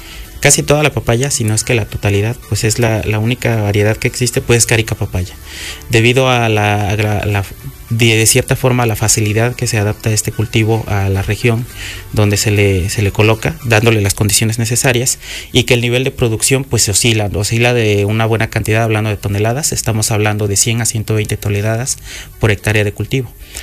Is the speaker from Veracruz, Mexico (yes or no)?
yes; Veracruz, Mexico; now in Acatlán, Mexico; Yo vengo del estado de Veracruz, yo estoy en una región fría